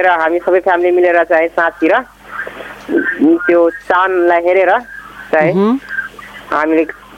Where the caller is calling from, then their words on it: Lahan, Madhesh Province, Nepal; सिराहा लहान.